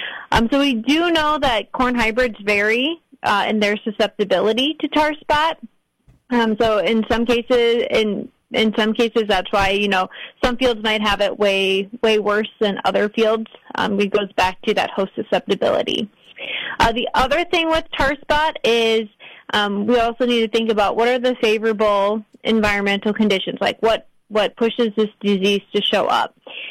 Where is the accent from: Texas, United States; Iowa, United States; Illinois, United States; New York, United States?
Iowa, United States; Yeah, so I grew up on a farm in Northwest Iowa, and then after I graduated high school, I went to Iowa State where I majored in agronomy